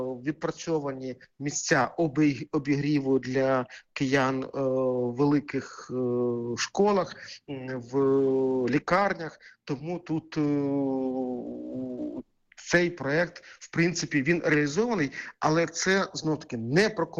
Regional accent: Kharkiv, Kharkiv Oblast, Ukraine; now in Kyiv, Ukraine; я з Харкова, але живу в Києві.

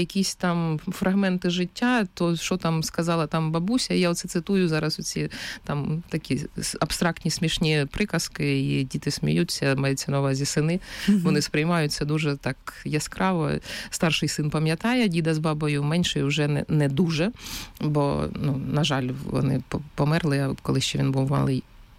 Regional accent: Shulhynka, Luhansk Oblast, Ukraine; first language Ukrainian; also born or lived in Novoaidar; Народилась я на півночі Луганщини, це більш така, звісно, переважно Слобожанщина, в селищі міського типу Новайдар, але все своє життя провела в Шульгінці, тому що мої батьки звідти родом, баба з дідом, які мене виховували до школи

